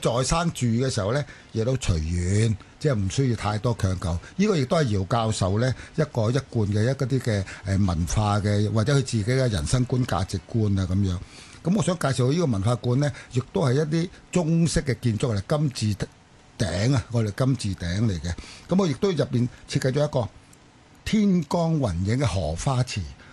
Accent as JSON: {"language": "Cantonese", "area": "Chaozhou", "region": "Guangdong", "country": "China", "said": "我都係潮州人。"}